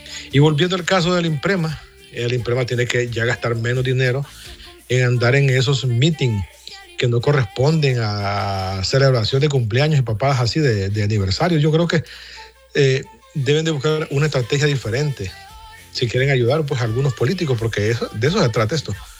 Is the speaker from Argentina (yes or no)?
no; Honduras; que tenemos que buscar como hondureños día con día.